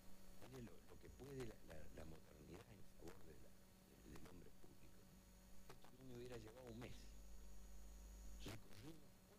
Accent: Greece; Sé que no se funciona, que soy nacido griego. Estoy orgulloso de eso.

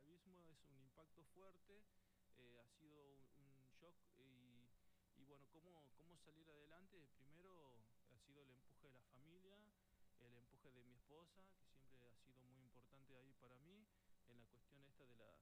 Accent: Tucumán, Argentina; moved away as an adult; Tengo 42 años, así que vengo desde Tucumán, llegué acá en el 2024, estamos en el 2026.

